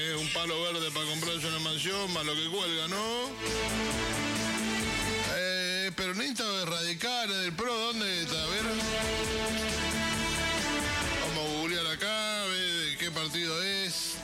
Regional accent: Mendoza, Argentina; somos mendocinos

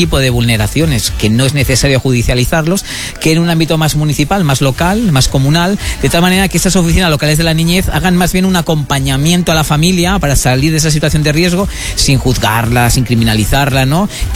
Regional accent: Catalonia, Spain; moved away as an adult; now in Chile; llevo 12 años ya en Chile y formo parte de una familia inclusiva, porque yo soy catalán, mi mujer es paraguaya

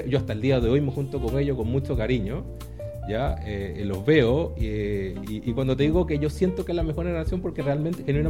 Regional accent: Panama City, Panamá, Panama; moved away as an adult; now in Chile; mis inicios partieron en Panamá. O sea, yo nací en Panamá, soy panameño, ¿no es cierto? Bueno, estudié en un colegio en Panamá, en Ciudad de Panamá.

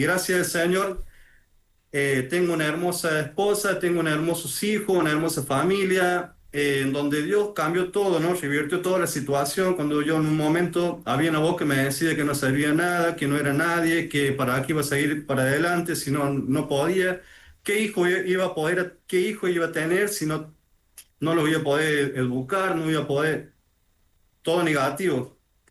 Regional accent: San Luis, Argentina; born there; Yo soy nacido en San Luis Capital, que es pegado a Córdoba.

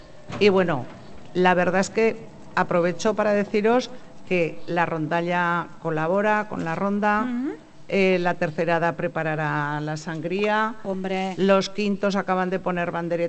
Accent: Aragon, Spain; Bueno, como buen pueblo aragonés, la Jota pues nos da vida

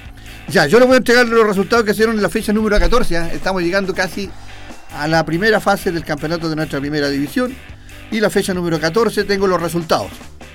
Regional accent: Linares, Maule, Chile; se jugó ahí en mi tierra, en el Tucapel Bustamante Lastra.

